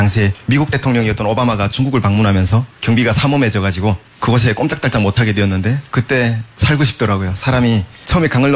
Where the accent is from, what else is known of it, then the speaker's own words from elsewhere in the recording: North Korea; moved away; 죽더라도 나는 남조선으로 가겠습니다라고 말씀을 드렸고요. 그래서 제가 어머니에게 말씀드리고 난 이후로 바로 탈북한 건 아니고요.